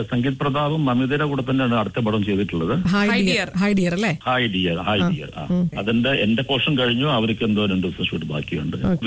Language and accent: Malayalam; Tripunithura, Kerala, India; തൃപ്പൂണിത്തുറയാണ്